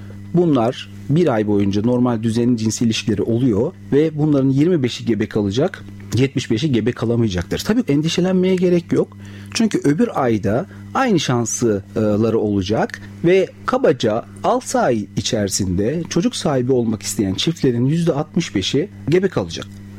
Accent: Denizli, Turkey; 1974 yılında Denizli'de doğdum ve 38 yaşındayım. İlk ve orta öğretimimi Denizli'de tamamladıktan sonra İzmir Fen Lisesi'ni kazandım.

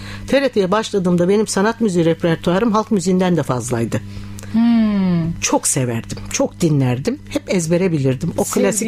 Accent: Ankara, Turkey; Ankara'da doğdum.

